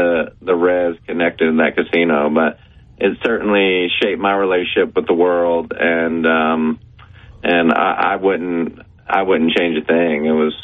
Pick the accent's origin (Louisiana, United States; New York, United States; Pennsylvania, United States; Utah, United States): Louisiana, United States; Lafayette; born there; also born or lived in New Roads / Baton Rouge; Well, originally I was born in Lafayette, and that's sort of where my mom's family's from. Really, originally my mom's family's from Morgan City, and my dad's family's from New Roads. So I lived in New Roads for a bit as a young man